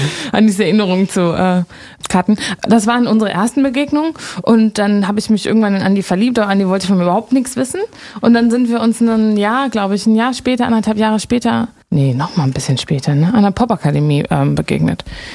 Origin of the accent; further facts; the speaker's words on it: North Rhine-Westphalia, Germany; das ist so ein Newcomer-Festival bei uns im Ruhrgebiet